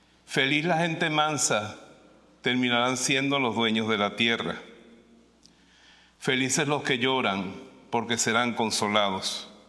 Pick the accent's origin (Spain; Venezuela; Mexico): Venezuela; Yo soy de Venezuela.